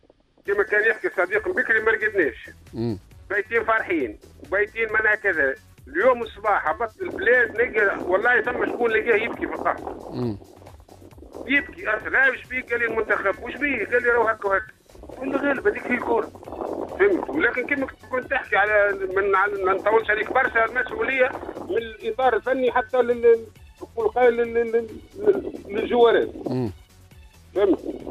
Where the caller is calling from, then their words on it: Jendouba, Jendouba Governorate, Tunisia; من جندوبه